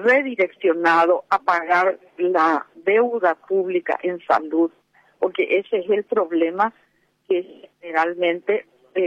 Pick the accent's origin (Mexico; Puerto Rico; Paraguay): Paraguay; somos paraguayos, somos gloriosos, somos el país gigante